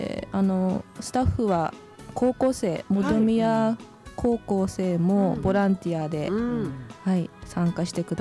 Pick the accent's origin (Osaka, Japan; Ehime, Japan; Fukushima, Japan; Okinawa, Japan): Fukushima, Japan; 私は生まれも育ちも福島県なので